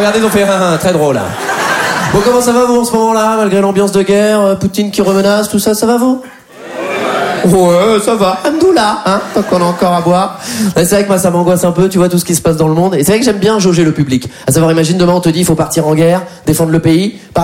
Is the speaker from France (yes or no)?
yes; Poitiers, Nouvelle-Aquitaine, France; Moi, je viens de Poitiers.